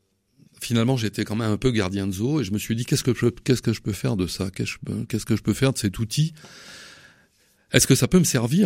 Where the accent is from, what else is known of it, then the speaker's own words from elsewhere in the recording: Occitanie, France; on est originaire de l'Aveyron